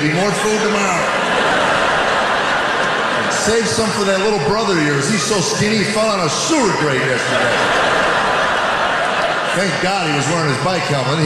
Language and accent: English; United States; I grew up in America before the lawyers took it over.